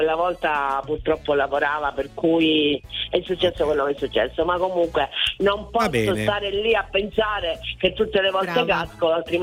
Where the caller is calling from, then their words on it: Messina, Sicily, Italy; Ma benvenuti nella mia terra.